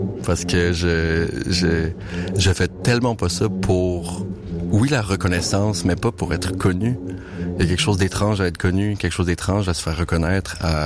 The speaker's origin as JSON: {"language": "French", "town": "Montreal", "region": "Quebec", "country": "Canada", "said": "je viens de Montréal."}